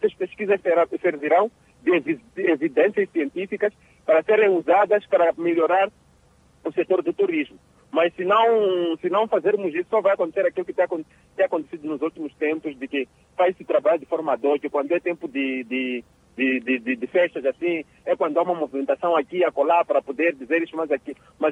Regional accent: Jangamo, Inhambane, Mozambique; eu sou de Jangama.

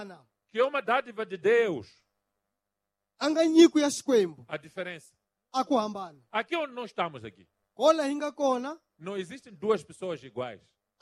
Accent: Mozambique; Então nós como moçambicanos, como irmãos, convidamos a todos os moçambicanos sem excluir nenhum moçambicano

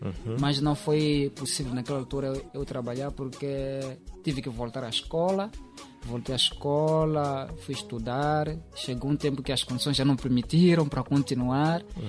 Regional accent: Nyarim, Inhambane, Mozambique; also born or lived in Quelundo; now in Maputo, Mozambique; Eu sou natural de Nyarim, sim. Fui nascido em Quelundo, Zavala.

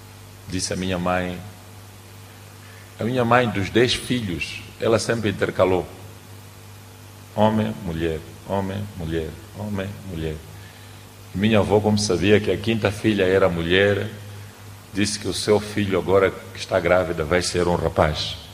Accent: Inhaminga, Sofala, Mozambique; born there

